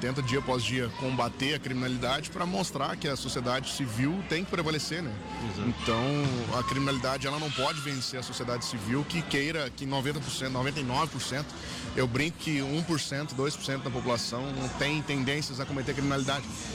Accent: Minas Gerais, Brazil; now in Soledade, Brazil; eu não sou gaúcho, né? Eu sou mineiro

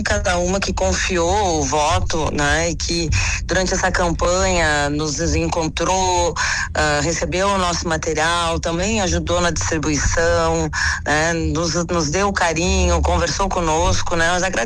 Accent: Rio Grande do Sul, Brazil; como eu moro na Serra, sou da Serra

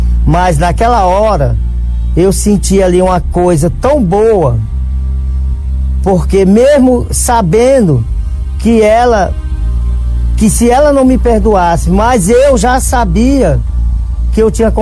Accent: Castelo do Piauí, Piauí, Brazil; Aí eu peguei o ônibus lá na minha cidade, em Castelo, no Piauí, e vim diretamente aqui para o Templo de Salomão.

